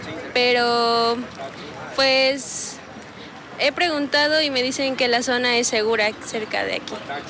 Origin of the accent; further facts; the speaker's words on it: Chicontepec, Veracruz, Mexico; Vengo de Chicontepec y la verdad sí estoy muy emocionada porque pues son nuevas experiencias y nuevas oportunidades.